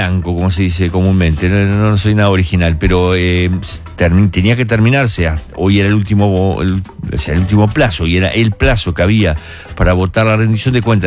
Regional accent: Trinidad, Flores, Uruguay; now in Montevideo, Uruguay; Trinidad. Mira, mi pueblo allá está con alguna llovizna

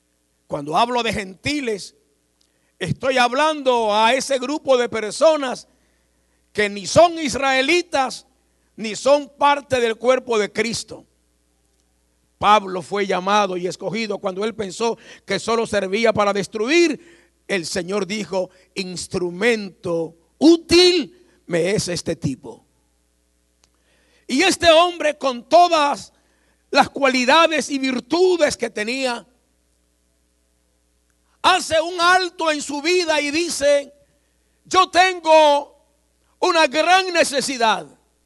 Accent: Nicaragua; born there; En el país donde yo nací, hubo una revolución, hubo una guerra, donde murieron 50 mil personas. Para un país pequeño en población, grande en territorio, pero pequeño en población

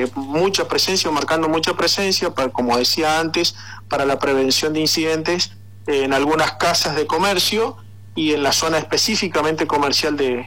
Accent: Paso de los Libres, Corrientes, Argentina; conterráneo mío, porque los dos somos correntinos.

